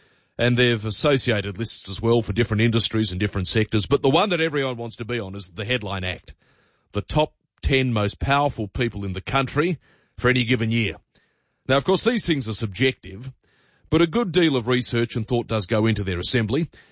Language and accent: English; Sydney, New South Wales, Australia; I grew up on Sydney tap water all my life